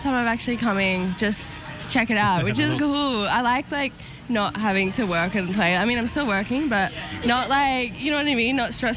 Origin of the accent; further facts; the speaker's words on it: Campbelltown, New South Wales, Australia; I'm from Campbelltown, southwest Sydney, born and raised.